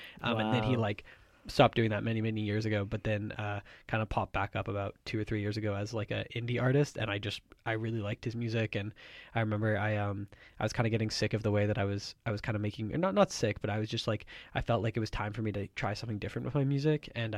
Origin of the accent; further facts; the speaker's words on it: Winnipeg, Manitoba, Canada; As Cooper said, I'm also from Treaty One Territory, born and raised in Winnipeg. I'm an Anishinaabe artist